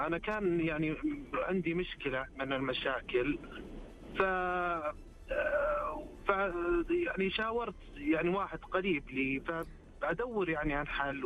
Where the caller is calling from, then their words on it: Riyadh, Riyadh Province, Saudi Arabia; من الرياض.